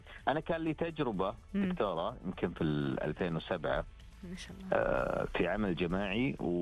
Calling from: Khobar, Eastern Province, Saudi Arabia; من الخبر.

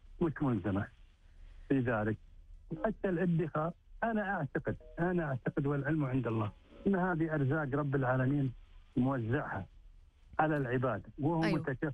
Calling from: Dammam, Eastern Province, Saudi Arabia; من الدمام أتكلم

